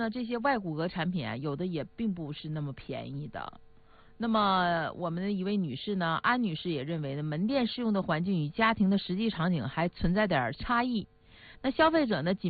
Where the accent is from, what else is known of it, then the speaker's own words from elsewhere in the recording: Northeast China, China; 用我们东北话说，我这是玻璃盖嘛